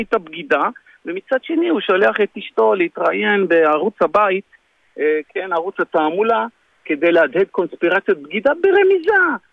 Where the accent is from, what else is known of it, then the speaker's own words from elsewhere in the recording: Beit She'an, Northern District, Israel; אני בא מהפריפריה, אני בא מבית שען